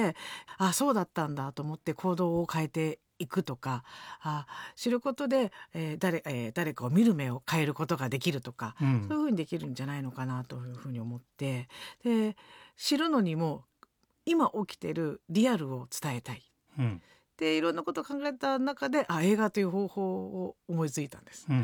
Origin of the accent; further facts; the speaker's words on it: Saitama, Japan; born there; 私4姉妹なんですね、で、埼玉県で生まれて、